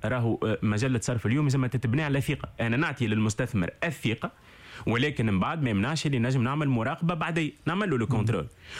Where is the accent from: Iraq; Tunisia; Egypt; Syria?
Tunisia; انا شوي 100 تونيزيان 100 ماروكان انا الوالده مغربيه